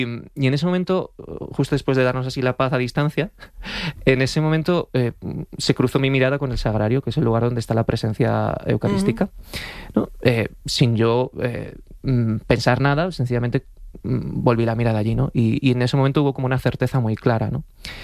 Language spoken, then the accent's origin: Spanish; Alcalá de Henares, Community of Madrid, Spain; Yo soy de Alcalá de Henares, nací en Alcalá de Henares, ¿no?